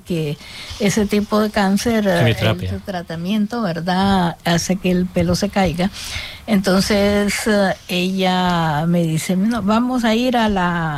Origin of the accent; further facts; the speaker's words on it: Honduras; now in United States; Claro, tenía muchas reacciones y entonces yo me fui de Honduras con hojas de guayaba.